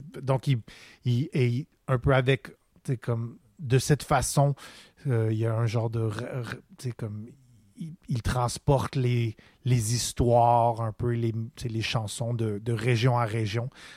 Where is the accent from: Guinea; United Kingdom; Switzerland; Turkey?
Turkey; Ouais, c'est ça. Je suis turc. Donc, je l'ai acheté au bazar en Turquie.